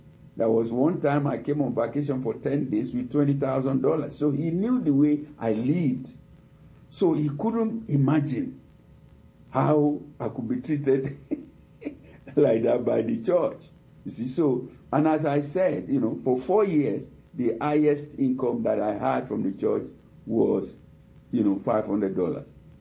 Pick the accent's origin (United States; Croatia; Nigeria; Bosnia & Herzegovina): Nigeria; We grew up together in Nigeria